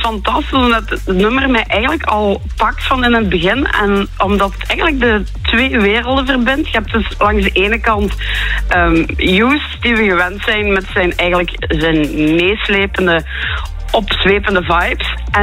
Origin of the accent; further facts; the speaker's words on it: Limburg, Belgium; ik ben van Limburg, dus Limburgers helpen elkaar maar